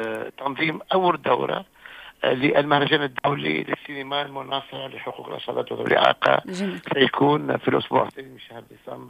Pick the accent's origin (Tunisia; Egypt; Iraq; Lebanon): Tunisia; عندنا في تونس